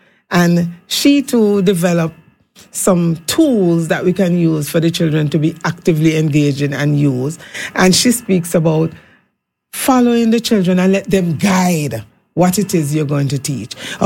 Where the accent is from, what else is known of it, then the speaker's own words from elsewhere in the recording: Montserrat; I'm from Montserrat, I like small groups.